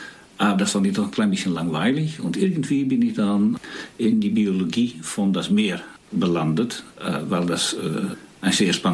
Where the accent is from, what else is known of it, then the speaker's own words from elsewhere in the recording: Netherlands; German is a second language; moved away as an adult; now in Bremen, Germany; Ja, ich bin Biologe, ich komme aus Holland, aus den Niederlanden, habe da Mikrobiologie studiert.